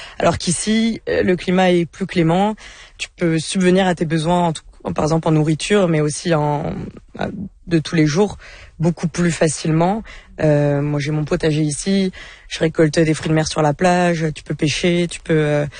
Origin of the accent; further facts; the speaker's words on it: Île-de-France, France; moved away as an adult; now in Quadra Island, Canada; j'ai 32 ans. Je suis française de France, originaire de région parisienne. Puis j'habite aussi sur l'île de Quadra. Je travaille à Campbell River. J'habite à Quadra depuis 3 ans et demi maintenant.